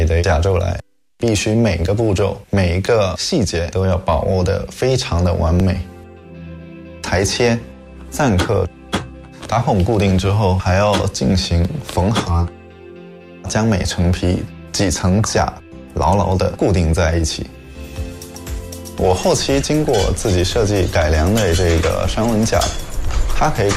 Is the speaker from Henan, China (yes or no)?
no; Quanzhou, Fujian, China; 我们泉州人曾公亮受皇帝命编撰出的中国古代第一部军事百科全书《五经总要》。